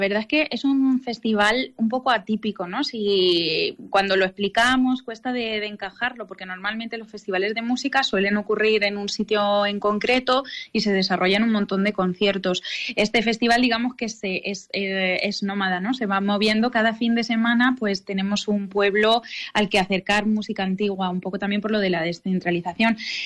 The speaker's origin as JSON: {"language": "Spanish", "town": "Villarrobledo", "region": "Castilla-La Mancha", "country": "Spain", "said": "Yo soy de Villarrobledo, entonces digamos que las tres primeras ediciones las hicimos de manera local aquí en Villarrobledo."}